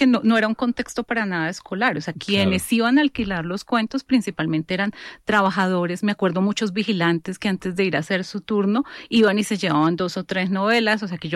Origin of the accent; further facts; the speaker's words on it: Bogotá, Colombia; yo nací en Bogotá. Mi infancia la pasé en un barrio del sur de Bogotá que se llama Santa Inés, muy cerca al 20 de julio. Mis papás eran santandereanos. Ellos primero migraron a Medellín y luego migraron aquí a Bogotá, donde ya se establecieron